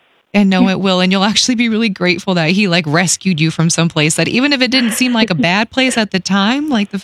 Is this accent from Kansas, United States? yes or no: yes; Wichita, Kansas, United States; moved away as an adult; I was working at a radio station in my hometown of Wichita, Kansas